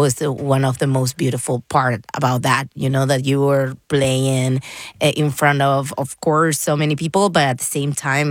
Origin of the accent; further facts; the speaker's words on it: Argentina; And I'm from Argentina